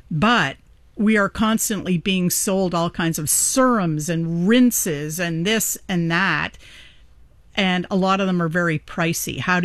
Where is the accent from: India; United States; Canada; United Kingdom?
Canada; Fine company, says the columnist, but it's not BC. We're Canadian.